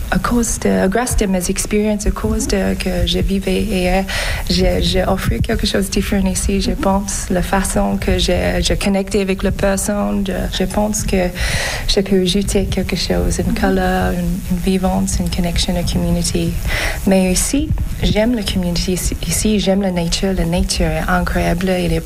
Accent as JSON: {"language": "French", "town": "Adelaide", "region": "South Australia", "country": "Australia", "tie": "born or raised there", "also_born_or_lived": "South Korea / France", "second_language": "French", "moved": "as an adult", "lives_now": "Quebec, Canada", "said": "je viens d'Australie. Je suis adoptée, donc je suis née du sud de Corée, mais j'ai grandi en Australie. J'ai passé la plupart de ma vie en Australie, dans la même ville que j'ai grandi dans, en Adelaide."}